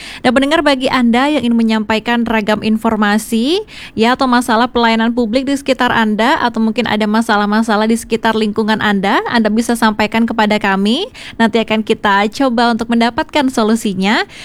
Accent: Bali, Indonesia; seperti yang kita rasakan sebagai warga Bali

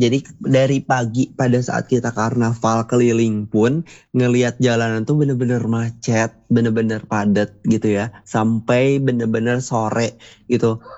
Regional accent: Bandung, West Java, Indonesia; sebagai warga Kota Bandung

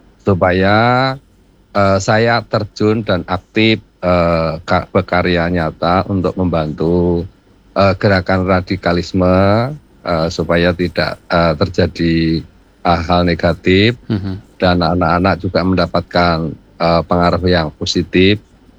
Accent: Central Java, Indonesia; di kampung saya dan sekitarnya, terutama di Kabupaten Semarang

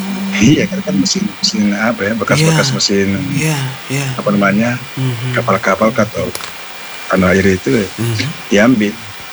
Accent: Bone, South Sulawesi, Indonesia; moved away; Saya tuh di desa kampung saya termasuk listrik tahun 80-an.

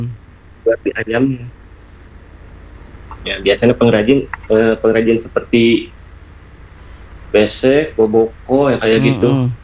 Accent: Singaparna, West Java, Indonesia; Iya, saya dari Galunggungnya Pak, Singaparna.

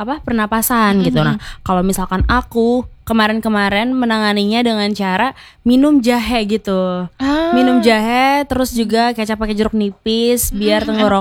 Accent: Gambut, South Kalimantan, Indonesia; bahkan tadi aku lihat ya di daerah aku kan dari Gambut Kabupaten Banjar on the way ke Banjarmasin

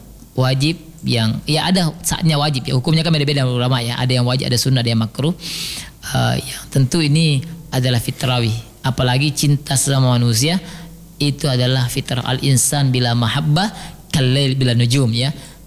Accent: Sulawesi, Indonesia; apalagi kita orang Sulawesi.

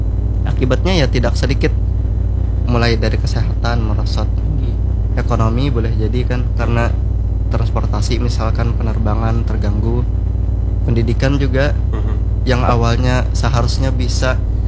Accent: Banjar, South Kalimantan, Indonesia; kita sebagai orang Banjar, sebagai orang Kalimantan

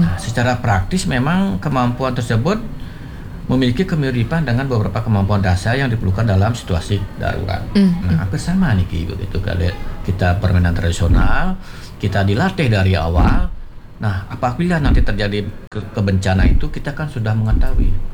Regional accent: Bali, Indonesia; Kita orang Bali, kita memiliki warisan budaya yang tak benda

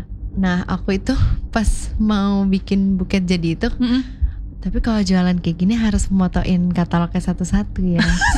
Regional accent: Bekasi, West Java, Indonesia; now in Surabaya, Indonesia; Bukan. Mana? Aku asli Bekasi.

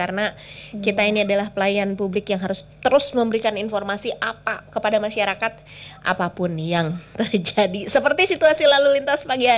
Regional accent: Bandung, West Java, Indonesia; saya udah nyampe rumah karena saya orang Bandung Selatan.

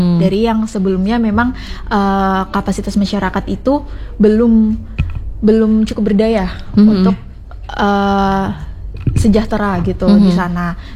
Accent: Loleo, Maluku, Indonesia; Malah justru di desa kami, baik Loleo ataupun Salobera, sebenarnya lebih ke Loleo, itu memang mayoritas masyarakat di sana itu mata pencariannya nelayan.

